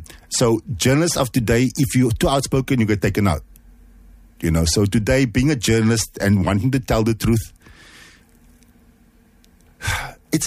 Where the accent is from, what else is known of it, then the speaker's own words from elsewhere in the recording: Cape Town, Western Cape, South Africa; I'm from the Cape Flats